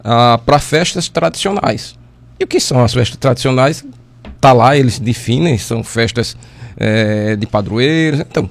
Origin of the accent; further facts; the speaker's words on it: Brazil; Somos brasileiros